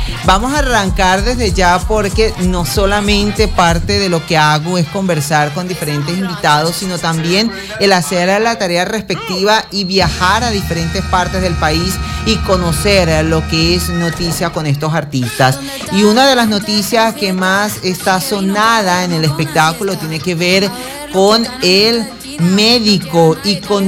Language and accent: Spanish; Venezuela; como venezolanos a seguir apostando por nuestro país Venezuela